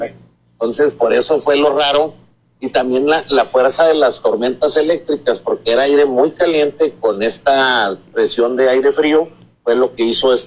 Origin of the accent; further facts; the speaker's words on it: Ciudad Juárez, Chihuahua, Mexico; aquí los que somos de Juárez, desde hace muchos años siempre ha habido esta situación